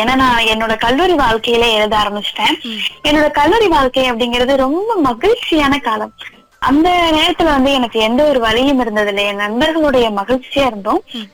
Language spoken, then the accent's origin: Tamil; Tamil Nadu, India; now in Kumbakonam, India; பெரம்பலூர் மாவட்டம் அப்படிங்கறது என்னுடைய சொந்த ஊர். இப்ப நான் வசித்து கொண்டு இருக்கிறது வந்து பாத்தீங்கன்னா கும்பகோணத்துல இருக்கிறேன்.